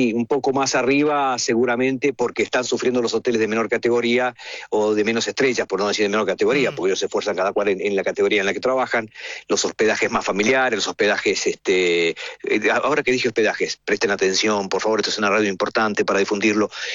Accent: Bariloche, Río Negro, Argentina; also born or lived in Europe

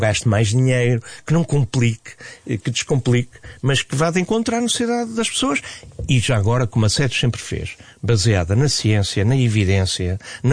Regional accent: Lisbon, Portugal; Eu nasci em Lisboa, fiz o liceu, sou um menino, um betinho da Avenida de Roma.

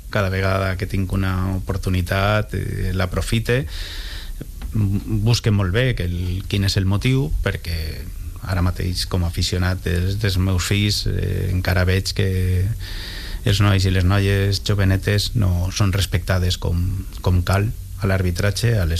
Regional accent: Valencian Community, Spain; now in Valencia, Spain; cap al meu poble, cap al Ximià d'Alfara

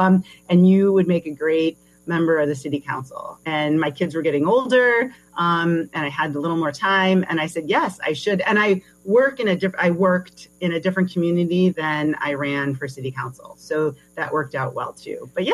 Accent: Wisconsin, United States; born there; So I actually was born in Wisconsin. So I have a lot of family up there in Wisconsin near Milwaukee.

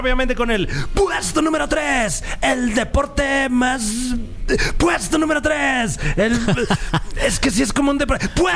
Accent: Mexico; las que nos interesan como mexicanos es lo que se va a celebrar del 30 de octubre al 1 de noviembre aquí en nuestro país.

